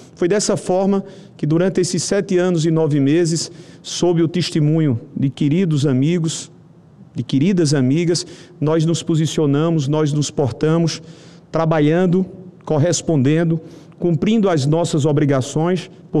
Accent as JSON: {"language": "Portuguese", "region": "Northeast Region", "country": "Brazil", "said": "eu sou nordestino"}